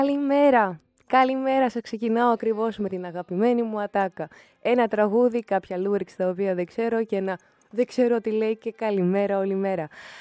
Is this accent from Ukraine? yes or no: yes; Mariupol, Donetsk Oblast, Ukraine; moved away; γεννήθηκα στην Ουκρανία, στη Μαριούπολη, είναι ελληνική πόλη